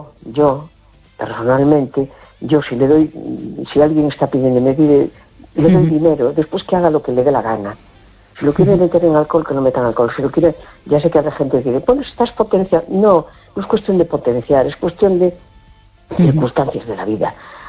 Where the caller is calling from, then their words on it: A Coruña, Galicia, Spain; Hola, buenas noches … de La Coruña.